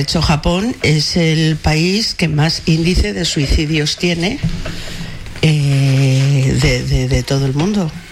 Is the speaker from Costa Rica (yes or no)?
no; Basque Country, Spain; yo soy vasca de origen japonés.